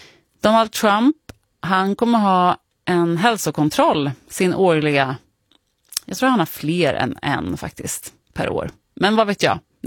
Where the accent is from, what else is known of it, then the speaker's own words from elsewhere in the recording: Uppsala, Uppsala County, Sweden; jag är från Uppsala